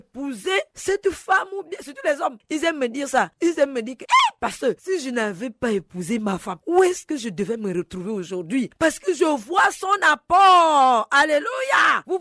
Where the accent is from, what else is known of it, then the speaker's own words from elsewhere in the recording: Gabon; est récurrent au Gabon chez moi? On a eu cela.